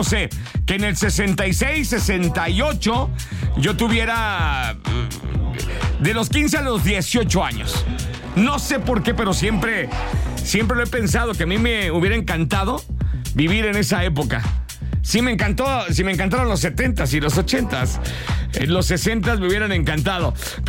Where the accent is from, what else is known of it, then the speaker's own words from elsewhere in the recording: Guadalajara, Jalisco, Mexico; Soy de Guadalajara